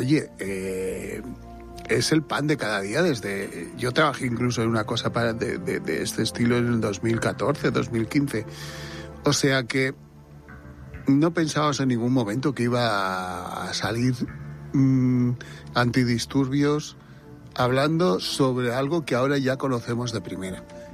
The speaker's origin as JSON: {"language": "Spanish", "town": "Sitges", "region": "Catalonia", "country": "Spain", "said": "Es que vengo de Sitges. Es que allí hay de todo."}